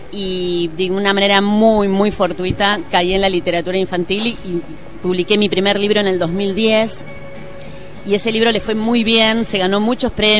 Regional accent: Buenos Aires, Argentina; also born or lived in Tucumán; nací en Tucumán, pero al toque me fui a vivir a Buenos Aires. Y pero a mí me encanta decir que soy tucumana y es verdad que soy.

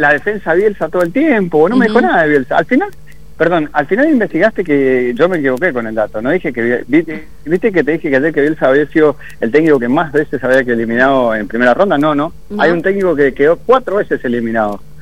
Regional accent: Argentina; me dijo, ¿vos sos argentino? Sí, mirá, tengo una bandera argentina

